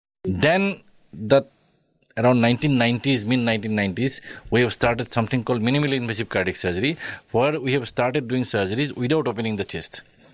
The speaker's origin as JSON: {"language": "English", "region": "Assam", "country": "India", "tie": "born or raised there", "second_language": "English", "said": "because I was at that time, because I was born and I'm basically from Assam. So at that time, there's no surgery in Northeast heart surgery."}